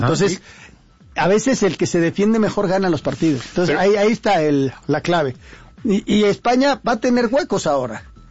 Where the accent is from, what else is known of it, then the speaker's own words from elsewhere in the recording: Mexico; mi familia es de allá, yo soy mexicano y me hubiera gustado más que hubiera ganado México, claro.